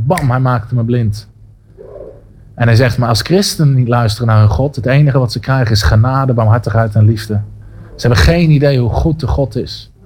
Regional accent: Netherlands; als Nederlanders zijn we dat helemaal niet gewend.

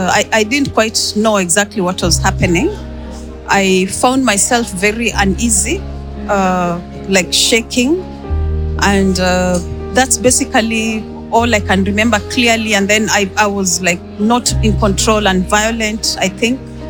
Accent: Switzerland; I am from Switzerland.

